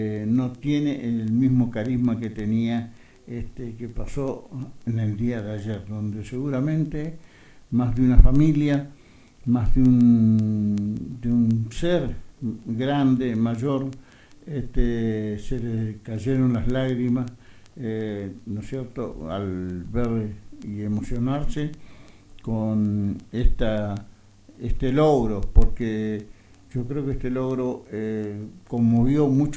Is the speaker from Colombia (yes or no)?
no; Argentina; mi pueblo argentino